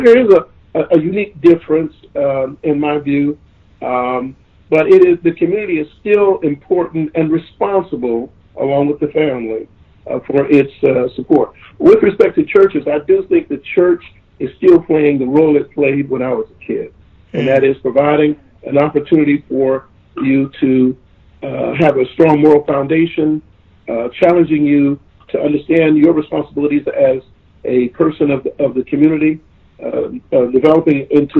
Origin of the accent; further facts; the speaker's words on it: Pennsylvania, United States; moved away as an adult; also born or lived in Kansas; I'm from Pennsylvania, coming out to Kansas.